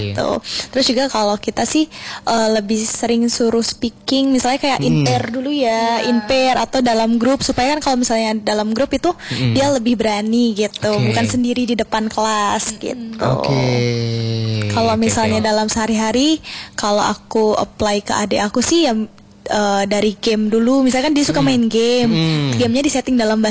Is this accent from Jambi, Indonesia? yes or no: yes; Jambi, Indonesia; born there; also born or lived in West Java / Jakarta; Aku kan kebetulan anak pertama juga dari 4 bersaudara. Cuman aku itu yang lahir di Jawa Barat. Terus kalau untuk SMP dan SMA-nya juga di Jambi.